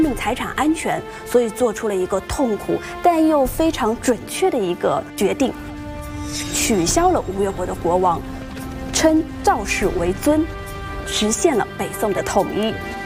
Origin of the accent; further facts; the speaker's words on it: Wuxi, Jiangsu, China; 这些都是我们无锡人，也是我们无锡人真正的一个骄傲